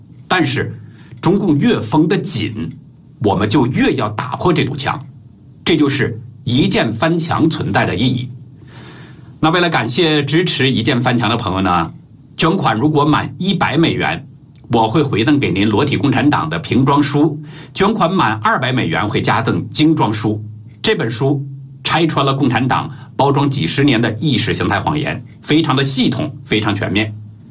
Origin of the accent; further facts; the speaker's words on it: China; moved away; 我是来自中国，我的亲人和朋友也都在中国